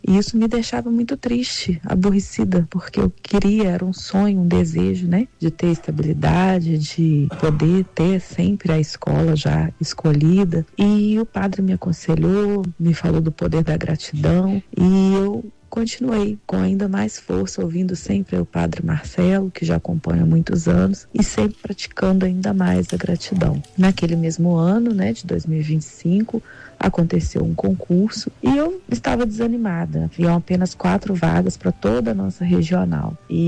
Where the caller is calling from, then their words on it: Ubá, Minas Gerais, Brazil; sou da cidade de Ubá, Minas Gerais.